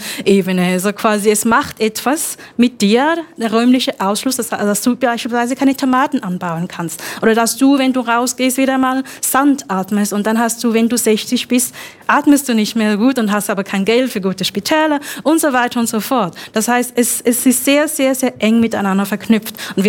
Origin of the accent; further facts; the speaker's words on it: Zurich, Switzerland; moved away as an adult; now in Bayreuth, Germany; ich bin aus Zürich, im Zürcher Unterland aufgewachsen.